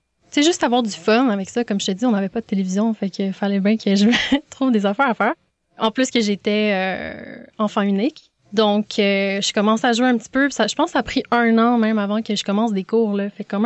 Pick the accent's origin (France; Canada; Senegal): Canada; Montreal, Quebec; accent: Québécois; also born or lived in Denmark; Je suis née au Danemark, mais j'ai grandi vraiment à Montréal. C'est pour ça que j'ai le gros accent québécois.